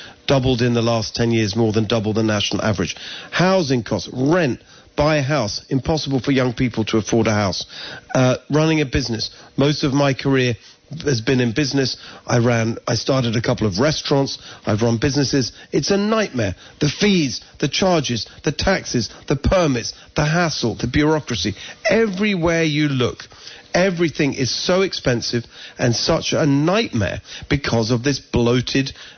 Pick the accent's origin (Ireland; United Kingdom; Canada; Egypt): United Kingdom; England; now in United States; So we moved here from England, as people can hear my accent. I'm not originally from here.